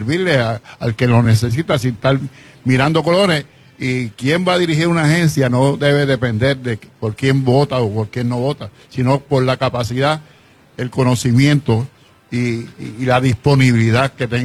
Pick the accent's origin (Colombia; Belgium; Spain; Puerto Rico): Puerto Rico; lo siento como puertorriqueño